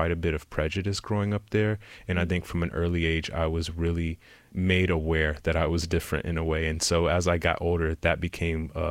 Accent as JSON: {"language": "English", "region": "Oklahoma", "country": "United States", "tie": "born or raised there", "also_born_or_lived": "Austin, Texas", "said": "Yeah, so I was born here in Austin, and in the third grade, I moved to Oklahoma, which is where my mother's family is from."}